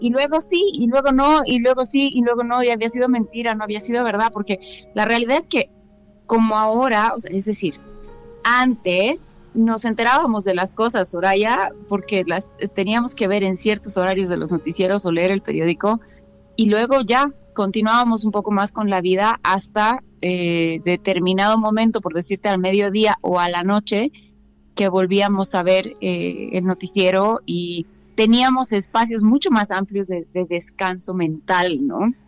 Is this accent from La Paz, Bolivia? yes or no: yes; La Paz, Bolivia; como decimos en La Paz